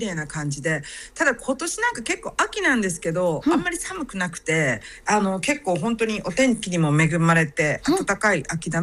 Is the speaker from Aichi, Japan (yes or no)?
yes; Aichi, Japan; also born or lived in Hong Kong; now in New Zealand; はい、そうです。日本人で愛知出身ですね。